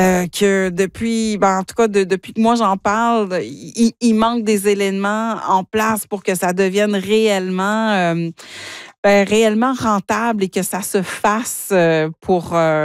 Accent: Ontario, Canada; Je viens moi-même du nord de l'Ontario. J'ai été journaliste pendant quinzaine d'années dans le Nord.

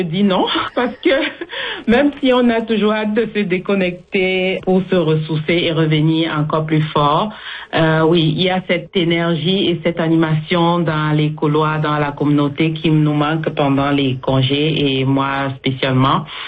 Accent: Bafoussam, West, Cameroon; déplacement au Cameroun, en Afrique, où j'ai eu le plaisir de passer quelques temps avec ma famille dans ma ville natale à Bafoussam.

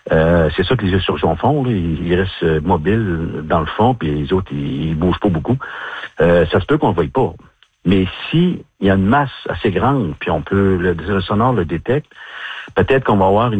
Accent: Quebec, Canada; moi je viens pas de Ponigamook en passant, je viens de la Côte-Nord.

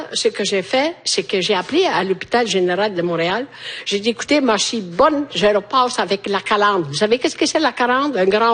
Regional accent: Italy; French is a second language

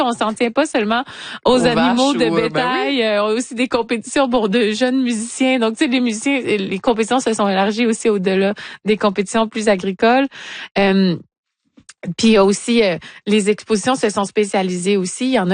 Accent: Rimouski, Quebec, Canada; et Rimouski, hein, ma terre natale

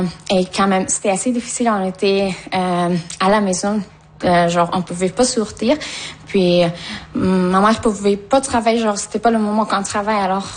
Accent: Afghanistan; now in Canada; Je viens de l'Afghanistan, ça fait à peu près 5 ans que je suis au Canada, depuis 2021.

